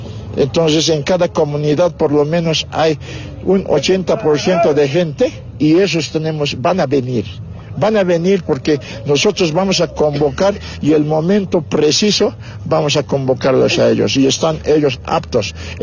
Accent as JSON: {"language": "Spanish", "country": "Bolivia", "said": "Nosotros somos pues bolivianos, todos debemos respetar la constitución política del Estado."}